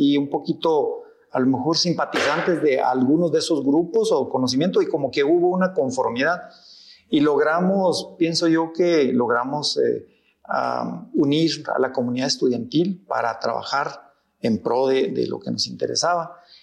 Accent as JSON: {"language": "Spanish", "town": "Colonia Oscar Sotomayor", "country": "Mexico", "tie": "born or raised there", "said": "estando en la secundaria aquí en Colonia Oscar Sotomayor, en mi pueblo natal"}